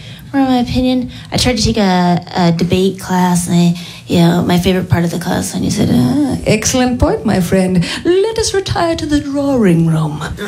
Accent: Midwest, United States; You know, I come from the Midwest

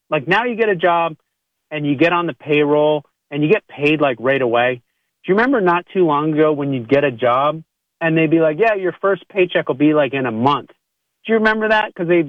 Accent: Canada; moved away as an adult; I'm originally from Canada.

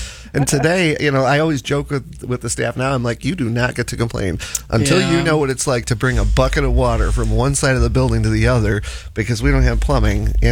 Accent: Rochester, New York, United States; I feel like it's extremely important to remind everyone that we were born and raised in Rochester here.

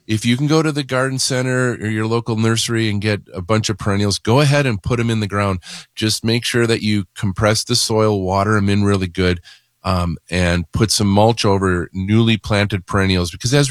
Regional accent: Mukwonago, Wisconsin, United States; I was born and raised in Maguanago

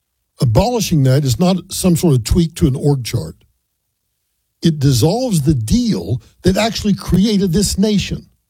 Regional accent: Colorado, United States; Let me bring it home to my home state of Colorado.

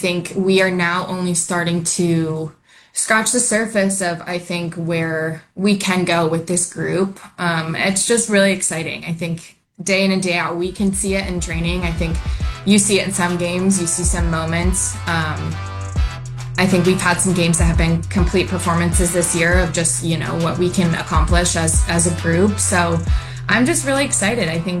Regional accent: San Diego, California, United States; moved away as an adult

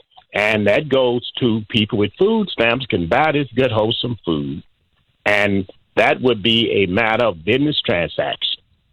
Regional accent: Chicago, Illinois, United States; I grew up in Chicago, as a matter of fact.

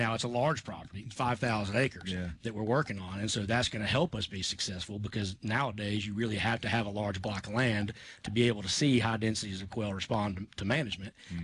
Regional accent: Germantown, Tennessee, United States; also born or lived in Florida; I'm from West Tennessee, but I've been with Tall Timbers for about 10 years, lived in Florida, and now happy to say that we've moved home.

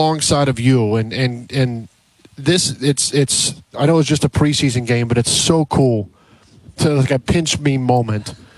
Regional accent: Cincinnati, Ohio, United States; I grew up in Cincinnati

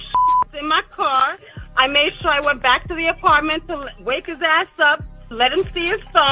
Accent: New York, United States; I'm from Long Island. I don't even do Brooklyn.

